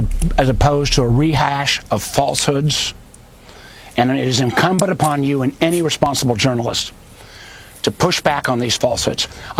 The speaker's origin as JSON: {"language": "English", "country": "United States", "said": "As an American"}